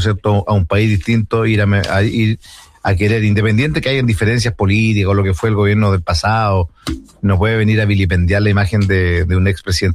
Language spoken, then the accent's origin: Spanish; Puerto Montt, Los Lagos, Chile; now in Llanquihue, Chile; Una cosa que me haya venido a vivir después, ya de adulto, de profesional, a Llanquihue, pero soy puertomontino de tomo y lomo. Nací en Puerto Montt, juego en Puerto Montt.